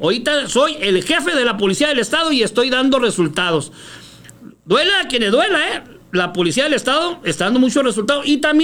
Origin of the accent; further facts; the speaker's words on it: Mexico City, Mexico; born there; now in Ciudad Juárez, Mexico; yo nací en la Ciudad de México y viví en la Ciudad de México.